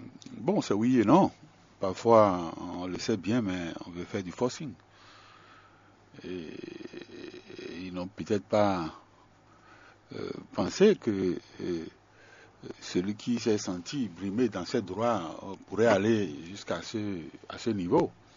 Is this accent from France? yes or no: no; Benin; Je suis béninois.